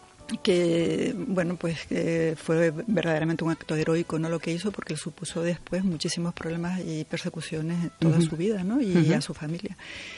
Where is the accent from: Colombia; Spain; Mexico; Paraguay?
Spain; Canary Islands; De la isla de Gran Canaria.